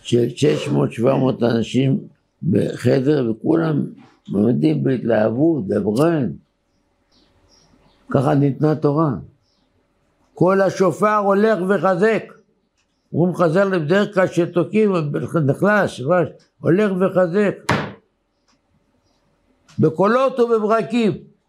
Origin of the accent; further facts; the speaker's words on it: Bat Yam, Tel Aviv District, Israel; born there; אני לא גדלתי באזור חרדי, אני בת ימי.